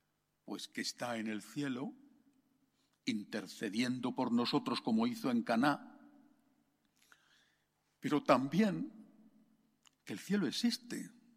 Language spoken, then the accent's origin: Spanish; Madrid, Community of Madrid, Spain; now in Rome, Italy; soy de Madrid